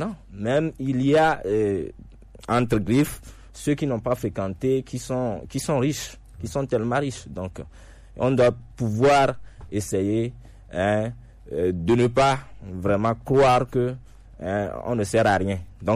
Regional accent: Togo; que nous, en tant que Togolais, depuis l'enfance, on se dit que voilà, ce sont les études qui peuvent nous sauver.

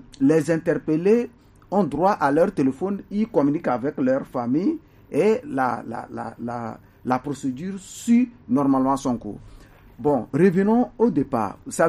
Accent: Togo; nous, en tant que Togolais

